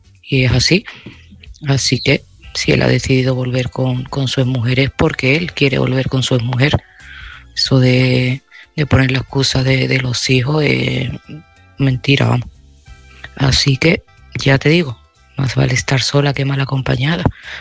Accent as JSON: {"language": "Spanish", "town": "Seville", "region": "Andalusia", "country": "Spain", "said": "este mensaje va para Mercedes."}